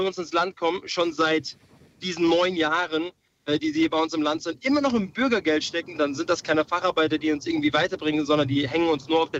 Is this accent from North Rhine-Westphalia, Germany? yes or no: no; Wiesbaden, Hesse, Germany; Gute, Lukas, Grüße in meiner Heimatstadt nach Wiesbaden. Da bin ich geboren und aufgewachsen.